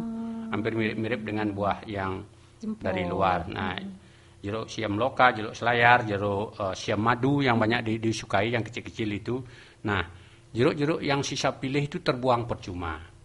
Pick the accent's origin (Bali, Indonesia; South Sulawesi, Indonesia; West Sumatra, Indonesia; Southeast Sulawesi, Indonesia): Bali, Indonesia; apalagi saya orang Bali